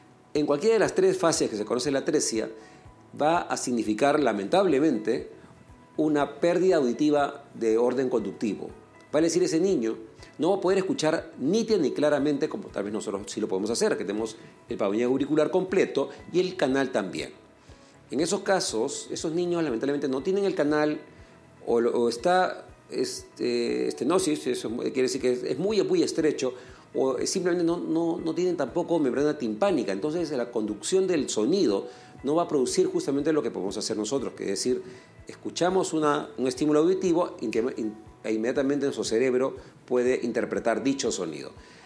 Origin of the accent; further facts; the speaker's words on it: Ica, Peru; now in Lima, Peru; somos de origen provinciano, me incluyo, soy de Ica, mi familia viene de Ica